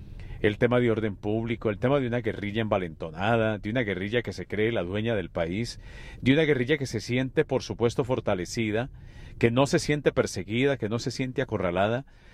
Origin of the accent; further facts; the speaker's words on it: Bogotá, Bogotá Capital District, Colombia; Nosotros somos colombianos por esencia, pero también somos bogotanos por esencia.